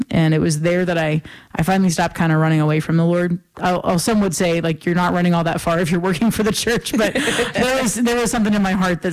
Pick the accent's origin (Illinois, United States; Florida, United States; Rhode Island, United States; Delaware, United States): Rhode Island, United States; Pawtucket; moved away as an adult; also born or lived in Ohio; I grew up in Rhode Island, Pawtucket, Rhode Island, former home of the Pawtucket Red Sox.